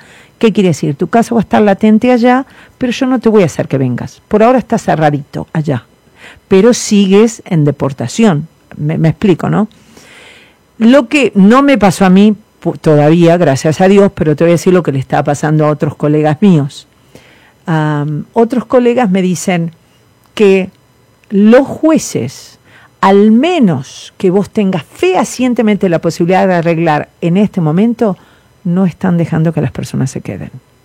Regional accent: Argentina; now in United States; y soy recontra argentino. Lo que pasa es que, bueno, mi abuela paterna, era dinamarquesa, y mi otro abuelo era italiano

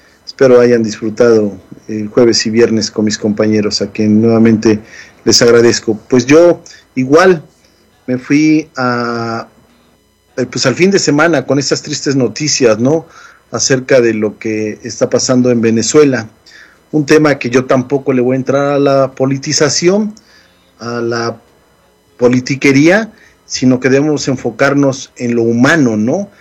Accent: Mexico; now in Colorado, United States; nosotros como mexicanos

